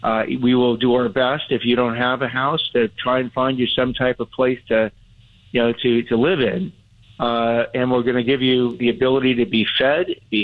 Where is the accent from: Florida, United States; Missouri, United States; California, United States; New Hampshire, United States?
California, United States; Los Angeles; I grew up in Los Angeles.